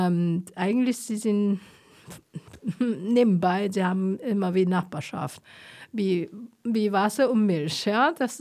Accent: Taiwan; born there; German is a second language

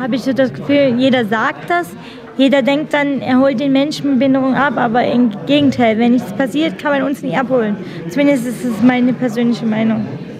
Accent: Pirna, Saxony, Germany; Genau, ich komme aus Pirna

